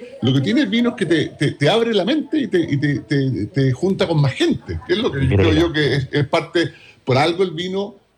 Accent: Chile; como cualquier chileno que sale fuera de Chile

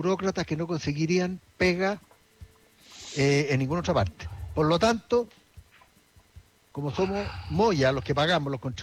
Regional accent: Chile; somos todos los chilenos.

